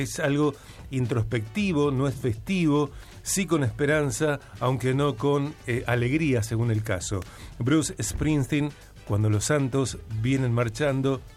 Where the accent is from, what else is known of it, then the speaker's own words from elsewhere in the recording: Rosario, Santa Fe, Argentina; soy rosarino, soy pampeano, somos pampeanos, estamos en el corazón de la pampa húmeda.